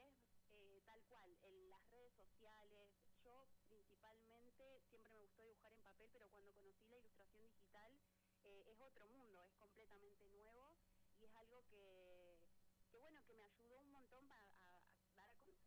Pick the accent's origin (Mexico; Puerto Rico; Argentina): Argentina; Plottier, Neuquén; nací hace 31 años en Neuquén Capital y me crié desde entonces en Plotier. Acá terminé la secundaria